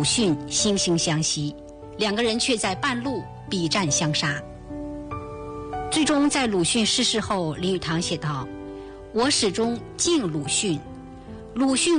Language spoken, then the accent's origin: Chinese; China